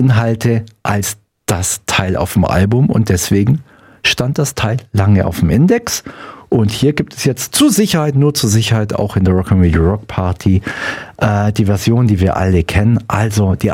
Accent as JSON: {"language": "German", "region": "Bavaria", "country": "Germany", "said": "als Franke darf man ja nicht sagen, bei uns in Bayern"}